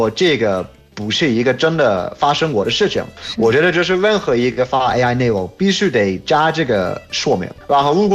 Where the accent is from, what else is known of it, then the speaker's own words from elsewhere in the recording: United Kingdom; Chinese is a second language; Thanks everyone … from the UK.